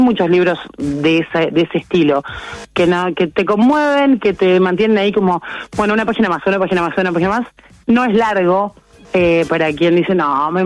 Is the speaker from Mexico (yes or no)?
no; Uruguay; Soy uruguaya, tengo unas ganas de irme a Israel